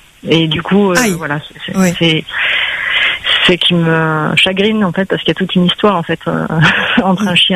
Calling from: Saint-Leu, Réunion; Alors j'habite à Colimaçon.

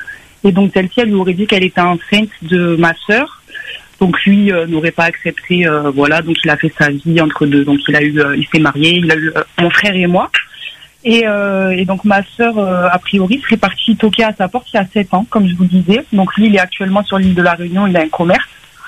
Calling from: Metropolitan France, France; Je vous appelle de Métropole.

